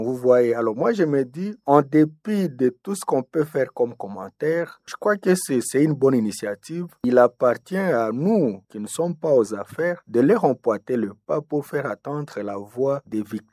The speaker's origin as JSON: {"language": "French", "country": "DR Congo", "said": "chez nous au Nord Kivu et en Ituri"}